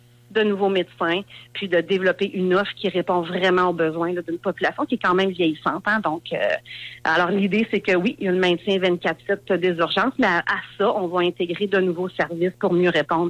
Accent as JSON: {"language": "French", "town": "Rivière-du-Loup", "region": "Quebec", "country": "Canada", "tie": "born there", "said": "Je suis née à Rivière-du-Loup, j'ai vécu à Rivière-du-Loup. Ma famille vient d'ici"}